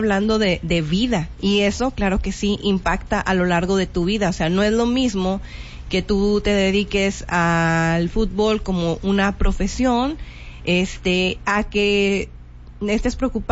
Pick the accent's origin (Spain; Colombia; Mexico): Mexico; obviamente soy mexicana